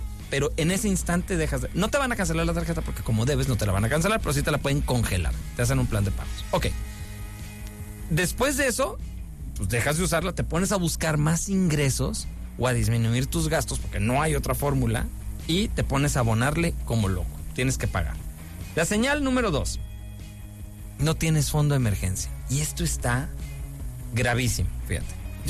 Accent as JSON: {"language": "Spanish", "town": "Guadalajara", "region": "Jalisco", "country": "Mexico", "lives_now": "Culiacán, Mexico"}